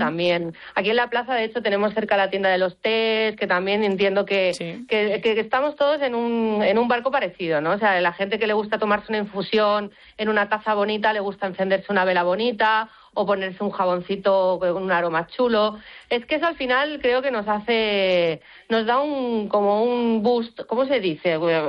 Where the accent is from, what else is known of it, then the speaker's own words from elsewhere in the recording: Barcelona, Catalonia, Spain; moved away; yo ya sabéis que soy de Barcelona y me tuve que ir